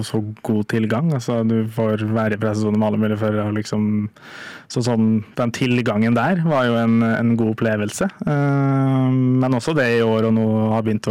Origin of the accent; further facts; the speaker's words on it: Molde, Møre og Romsdal, Norway; jeg vet ikke om det er fordi jeg er fra Molde, eller hva det er, men så det var, for der er det null bilsport